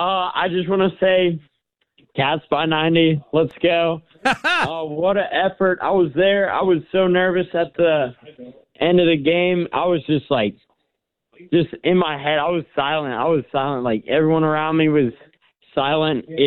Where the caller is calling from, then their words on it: Lexington, Kentucky, United States; I'm from Lexington, but I don't go to college at UK.